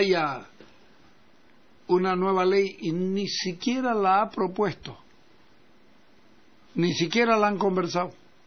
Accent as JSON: {"language": "Spanish", "country": "Bolivia", "said": "porque somos bolivianos"}